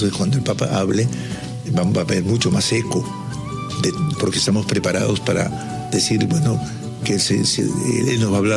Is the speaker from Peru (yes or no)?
yes; Peru; nosotros, como peruanos creyentes